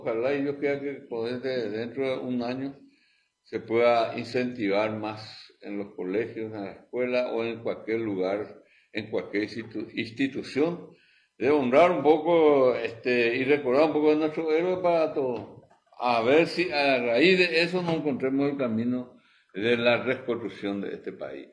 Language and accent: Spanish; Paraguay